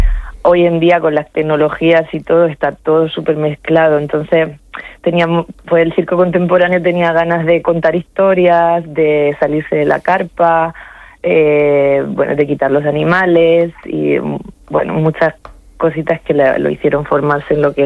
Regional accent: Torre Pacheco, Region of Murcia, Spain; also born or lived in Cartagena; Nacida en Cartagena, pero me crié en Torre Pacheco.

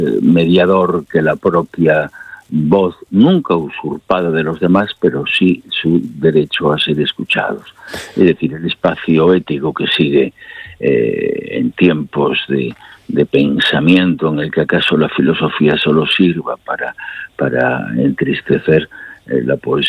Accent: Castile and León, Spain; de las montañas y de los ríos de mi tierra natal, de los Montes de León, en las fronteras con Galicia, en el Bierzo.

